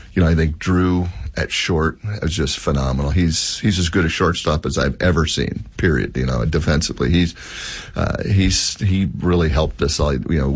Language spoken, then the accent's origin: English; Tonopah, Nevada, United States; growing up in Tonopah